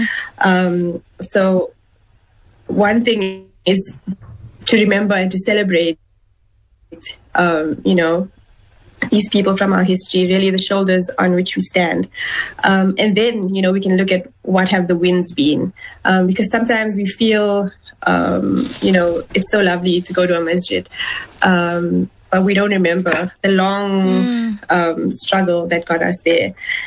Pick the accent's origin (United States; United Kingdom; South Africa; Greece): South Africa; to use my gifts and talents, as a South African, as a Muslim.